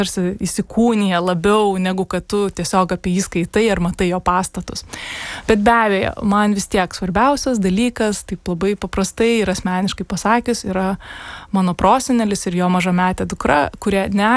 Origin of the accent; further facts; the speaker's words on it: Kaunas, Kaunas County, Lithuania; aš nesu iš Vilniaus, aš esu iš Kauno ir šeimos istorijos Vilniuje yra labai nedaug